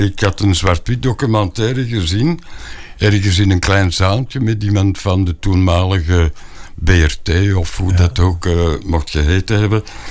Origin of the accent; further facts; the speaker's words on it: Antwerp, Flanders, Belgium; Ik ben geboren en getogen Antwerpenaar. Ja, ja. Ik ben een echte senior, hè.